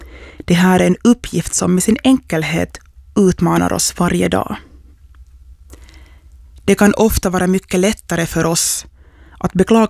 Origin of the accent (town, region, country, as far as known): Träskända, Uusimaa, Finland